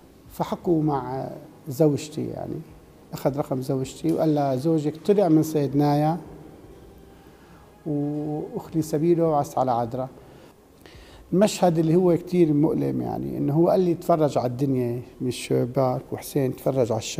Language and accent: Arabic; Rif Dimashq, Syria; قلت له انا من الغوطة.